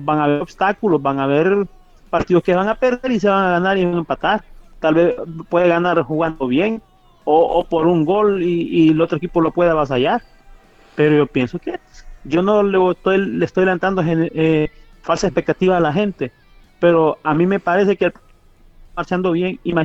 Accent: Honduras; born there; nosotros somos hondureños, pues yo aquí nací, soy hondureño

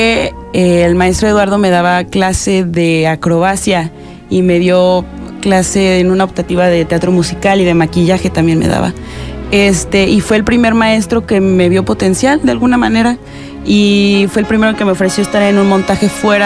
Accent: Tamaulipas, Mexico; now in Querétaro, Mexico; Yo soy de Tamaulipas.

